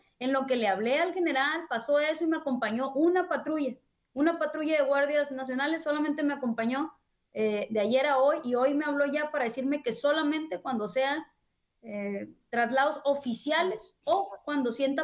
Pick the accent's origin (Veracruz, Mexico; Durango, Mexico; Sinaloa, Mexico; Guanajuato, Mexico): Sinaloa, Mexico; Claro que vale la pena luchar por la gente honesta, capaz, valiente, que somos la gran mayoría aquí en Sinaloa.